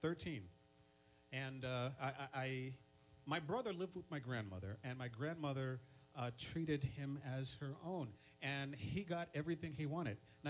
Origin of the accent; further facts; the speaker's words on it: Philadelphia, Pennsylvania, United States; moved away as an adult; now in Geneseo, United States; I'm actually from Philadelphia.